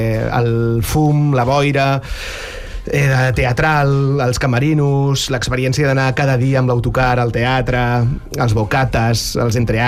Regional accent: Barcelona, Catalonia, Spain; jo sóc de Sant Andreu, de Barcelona.

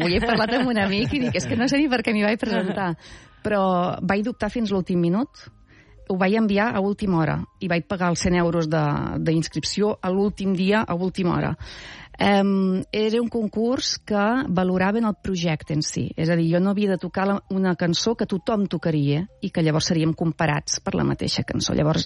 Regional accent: L'Espluga de Francolí, Catalonia, Spain; moved away as an adult; also born or lived in Scotland / Belgium; jo vinc de l'Espluga de Francolí, és un poble, doncs ara tenim 4.000 habitants, hi ha una escola de música

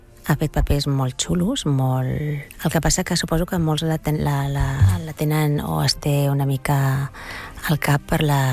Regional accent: Catalonia, Spain; però jo penso en català, jo sóc catalana

